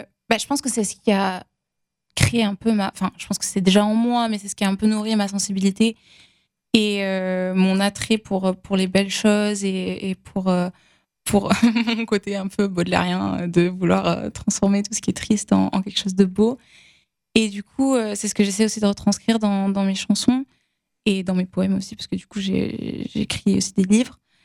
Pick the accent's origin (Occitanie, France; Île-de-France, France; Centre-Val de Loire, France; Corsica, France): Occitanie, France; Perpignan; Je viens de Perpignan, donc une petite ville dans le sud de la France.